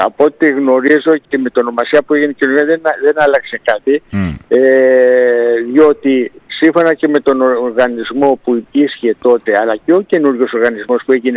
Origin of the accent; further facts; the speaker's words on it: Kypseli, Greece; born there; αυτό το συγκεκριμένο το παιδί ήταν και από το χωριό μου.